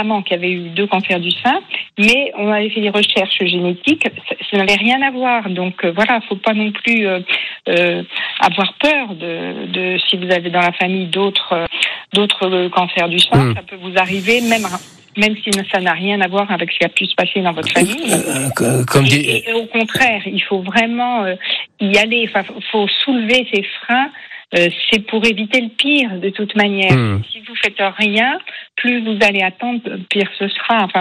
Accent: Coutances, Normandy, France; moi je suis de Coutances et je vais à Caen, parce que j'étais à Caen.

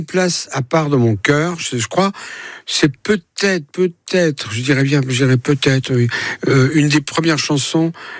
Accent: Paris, Île-de-France, France; born there; J'ai traversé la mer dans un bateau dans le ventre de ma mère, et je suis né à Paris.

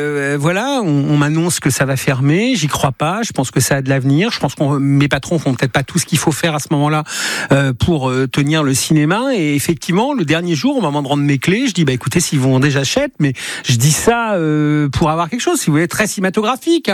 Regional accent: Elbeuf, Normandy, France; Je n'ai jamais bougé d'Elbeuf. J'ai toujours habité Elbeuf. Je suis né à Elbeuf, j'ai fait mes études à Elbeuf.

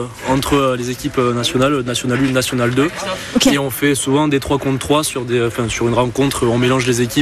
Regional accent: Cournonterral, Occitanie, France; born or raised there; also born or lived in Montpellier

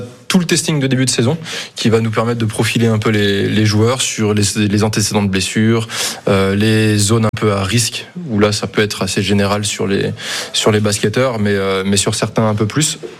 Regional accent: Lyon, Auvergne-Rhône-Alpes, France; moved away as an adult; now in Poitiers, France; Au début moi j'ai tout fait à Lyon, j'ai commencé à bosser à Lyon, je suis lyonnais de base.

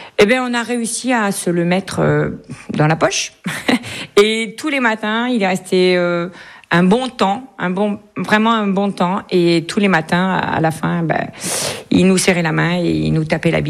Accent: L'Isle-Adam, Île-de-France, France; born there; moved away as an adult; now in Perpignan, France; Donc moi, je suis née à l'Isle-Adam. Dans le 95, j'ai un papa parisien qui était militaire, une maman alsacienne qui était femme de ménage. Je suis arrivée sur Perpignan à l'âge de 19 ans.

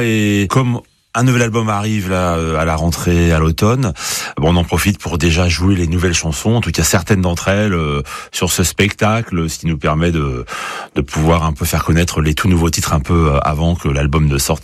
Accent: France; chez nous en France

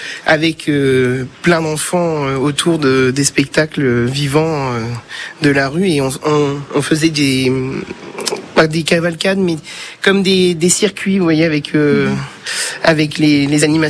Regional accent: Issoudun, Centre-Val de Loire, France; also born or lived in Châteauroux; Ça fait 28 ans que je suis Issoudun. Je suis né sur Châteauroux, mais j'ai toujours habité Issoudun.

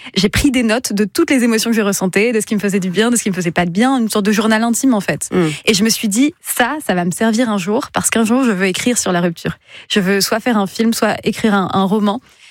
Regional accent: Hauts-de-France, France; also born or lived in Paris; now in Lille, France; dans laquelle je suis arrivée après ma rupture, pour le coup, parce qu'avant, j'étais à Paris. Mais je suis picarde de base.

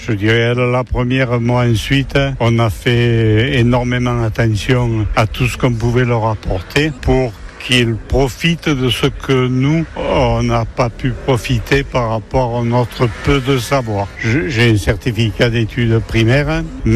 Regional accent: Provence-Alpes-Côte d'Azur, France; Du Var, c'est pas mal, mais les jeunes sont un peu plus cons qu'ici.

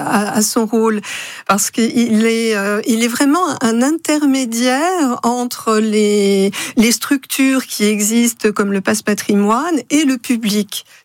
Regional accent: Grand Est, France; J'ai grandi en Lorraine, voilà. Mais je ne suis pas née en Lorraine.

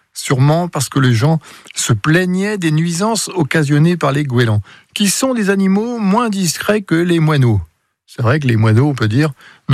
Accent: Brest, Brittany, France; born there; Quand j'étais jeune, j'habitais à Brest, près d'une décharge publique qui était survolée en permanence par un nuage de goélands.

